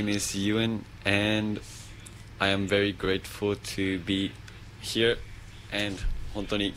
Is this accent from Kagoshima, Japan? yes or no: yes; Amami Oshima, Kagoshima, Japan; あ、奄美大島です。